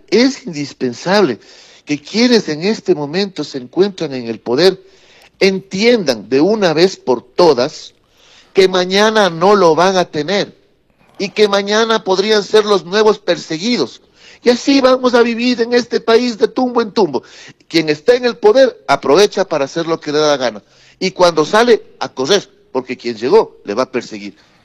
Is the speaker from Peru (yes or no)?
no; Ambato, Tungurahua, Ecuador; como ecuatoriano y especialmente como ambateño